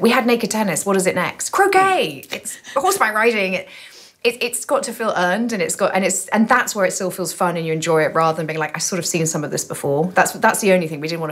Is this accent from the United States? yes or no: no; United Kingdom; More sex, please. We're British.